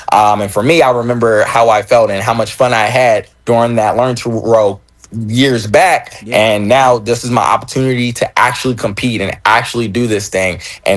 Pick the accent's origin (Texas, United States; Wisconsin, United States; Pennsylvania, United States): Pennsylvania, United States; Philadelphia; So born and raised in Philadelphia